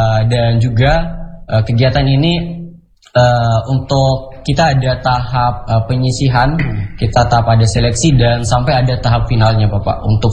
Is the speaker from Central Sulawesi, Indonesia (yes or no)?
yes; Central Sulawesi, Indonesia; moved away as an adult; now in Palu, Indonesia; Kalau saya sendiri, Bapak, aslinya dari Kabupaten Bual.